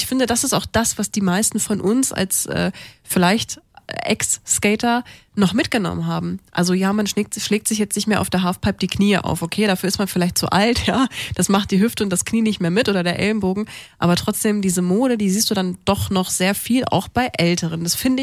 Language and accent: German; Bremen, Germany; ich bin ja Bremerin